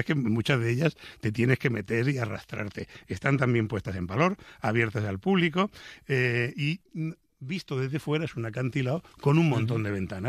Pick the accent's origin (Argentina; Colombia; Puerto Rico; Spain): Spain; Murcia, Region of Murcia